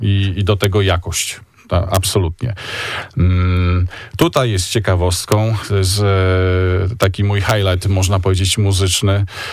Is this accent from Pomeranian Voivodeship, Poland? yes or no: yes; Kwidzyn, Pomeranian Voivodeship, Poland; Zresztą obaj pochodzimy z tego samego miasta, czyli Kwizyn.